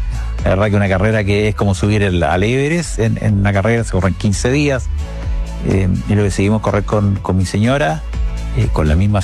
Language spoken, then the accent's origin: Spanish; Coquimbo, Chile; yo soy nacido en Coquimbo, estudié en el colegio en Coquimbo, después estudié agronomía acá en la Católica